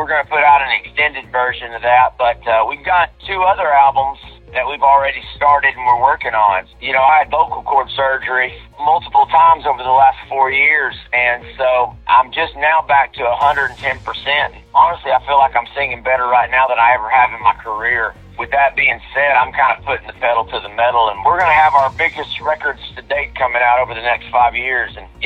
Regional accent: Amarillo, Texas, United States; I'm blessed that I have such a wonderful mom in Amarillo. My mom was a school teacher. My daddy's a disabled veteran, but he was also a custodian, so I cleaned a lot of toilets there in Amarillo

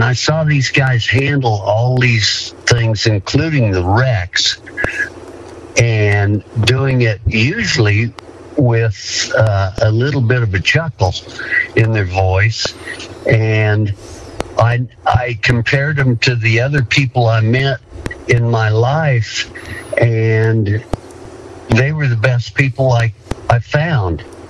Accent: Greeley, Colorado, United States; Well, I'm from Greeley, Colorado, and Greeley's out on the eastern dry lands halfway between Denver and Cheyenne. And Greeley, when I was growing up, was about 18,000 people.

